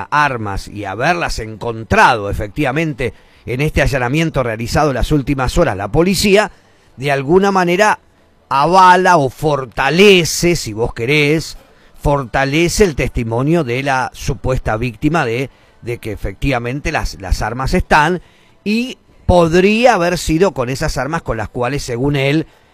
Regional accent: Argentina; Yo soy argentino, Facu, no tengo memoria.

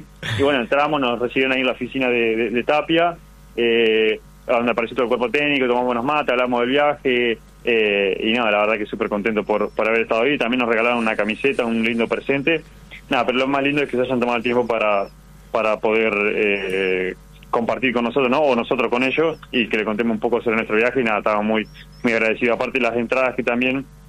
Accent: Gualeguaychú, Entre Ríos, Argentina; salimos de la ciudad de Gualeguaychú, somos los tres oriundos de ahí.

